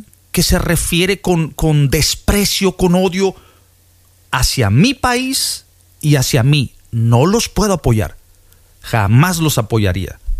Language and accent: Spanish; Mexico; puedo hablar por un servidor, que soy mexicano.